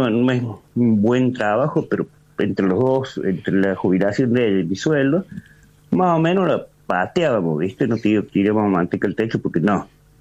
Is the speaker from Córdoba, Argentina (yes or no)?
yes; Córdoba, Argentina